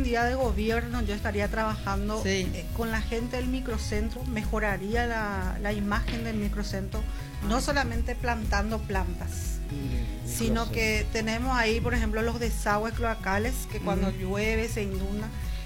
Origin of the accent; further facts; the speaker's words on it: Ciudad del Este, Alto Paraná, Paraguay; Nací y crecí en el microcentro. Mira, soy de Ciudad del Este.